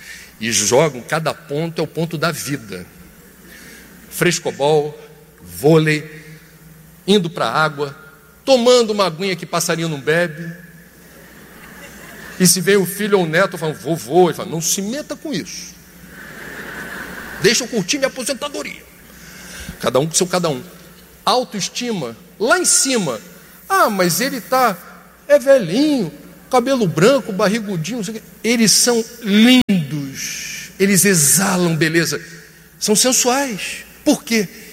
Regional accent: Rio de Janeiro, Brazil

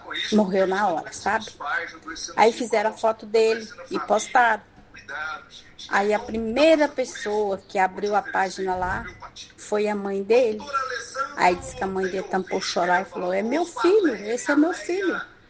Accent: Passatempo, Minas Gerais, Brazil; moved away; em Passatempo, na minha terra

